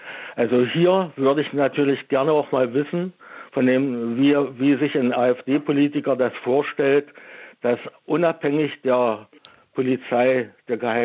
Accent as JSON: {"language": "German", "region": "Saxony-Anhalt", "country": "Germany", "lives_now": "Dresden, Germany", "said": "Ja, ich stamme übrigens aus Sachsen-Anhalt, lebe aber in Dresden jetzt."}